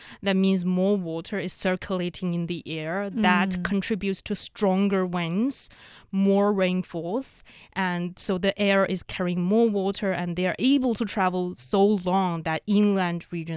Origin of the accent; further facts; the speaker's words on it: Inner Mongolia, China; moved away; even my hometown. You know, it's a very, very inland region in Mongolia.